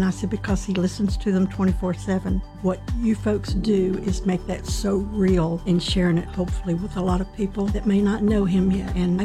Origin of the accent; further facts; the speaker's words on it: Monroe, North Carolina, United States; I am from Monroe, North Carolina.